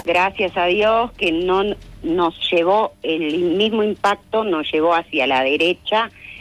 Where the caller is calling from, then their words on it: Pinamar, Canelones, Uruguay; yo vivo en Pinamar.